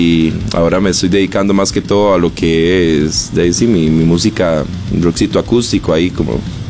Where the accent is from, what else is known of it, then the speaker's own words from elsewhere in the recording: San Pablo, San José, Costa Rica; now in San Marcos, Costa Rica; originariamente soy de San Pablo, pero ahora vivo en San Marcos.